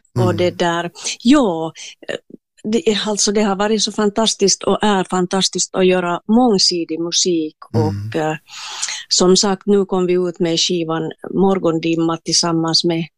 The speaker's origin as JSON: {"language": "Swedish", "town": "Espoo", "region": "Uusimaa", "country": "Finland", "tie": "born or raised there", "said": "No, ja, det var ju så att det där, jag är ju hemma från Esbo Kilo."}